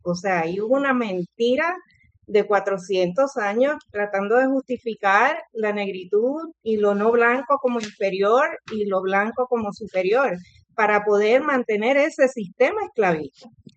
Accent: Puerto Rico; yo me considero una mujer puertorriqueña evidentemente negra

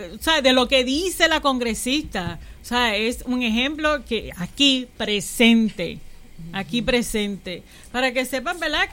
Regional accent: Ponce, Puerto Rico; born there; y también hispana, porque ya nací aquí en Ponce.

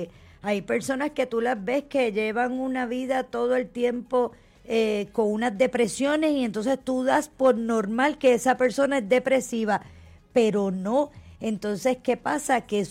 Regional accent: Puerto Rico; also born or lived in Luquillo; now in Fajardo, Puerto Rico; mi familia es de Luquillo. Vivo en Fajardo, soy de los dos pueblos, los amo los dos.

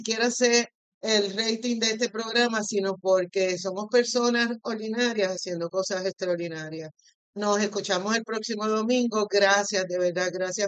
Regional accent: Puerto Rico; nos sostengan como país con la esperanza de que lo bueno que somos, nuestra puertorriqueñidad, cómo somos cada puertorriqueño con cada puertorriqueño, eso no lo vamos a perder nunca

